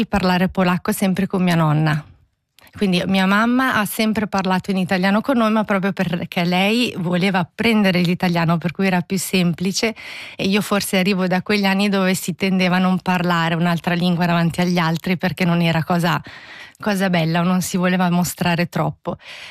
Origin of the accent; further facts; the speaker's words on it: Switzerland; anche io mi definisco di seconda generazione, non sono nata in Svizzera ma sono arrivata piccolissima, per cui effettivamente è come se lo fossi